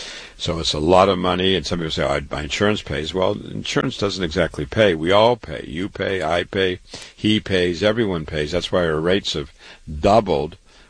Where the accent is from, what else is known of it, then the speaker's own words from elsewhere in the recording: Waterloo, Iowa, United States; I was born and raised in Waterloo, Iowa. I went to medical school there.